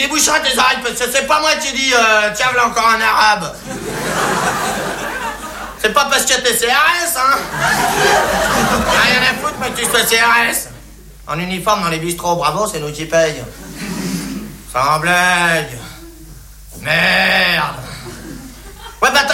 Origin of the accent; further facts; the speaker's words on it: France; Les Français, c'est des cons, oui, ben, je suis bien blasé, hein, je suis français.